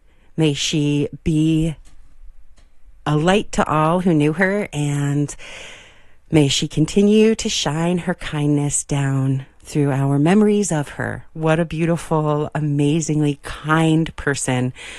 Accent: Tivoli, New York, United States; all those years of growing up in Tivoli.

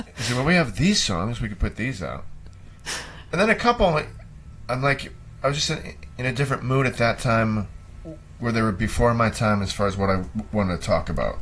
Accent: Buffalo, New York, United States; moved away as an adult; I grew up in Buffalo, New York.

